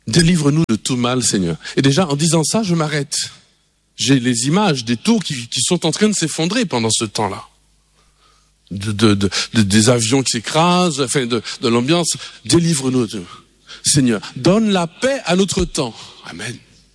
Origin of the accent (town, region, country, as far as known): Martinique